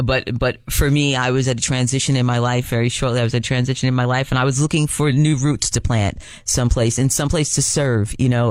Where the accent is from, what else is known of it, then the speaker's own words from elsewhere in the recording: New York City, New York, United States; it had a bridge very similar to where I grew up in Washington Heights.